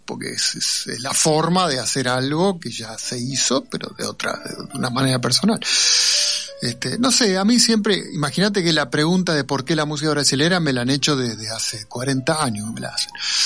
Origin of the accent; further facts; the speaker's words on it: Buenos Aires, Argentina; yo me siento como porteño y en la época en la que nací más cercano a ciertas músicas urbanas que a una vidala.